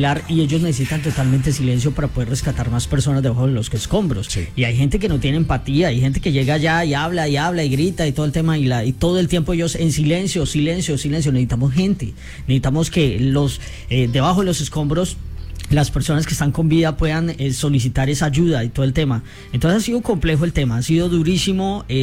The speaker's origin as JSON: {"language": "Spanish", "country": "Colombia", "said": "hay que mirar cómo nos unimos como colombianos."}